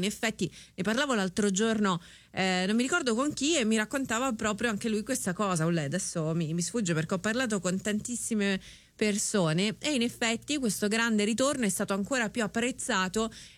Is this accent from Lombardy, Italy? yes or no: no; Rome, Lazio, Italy; io sono di Roma, ne sono fiera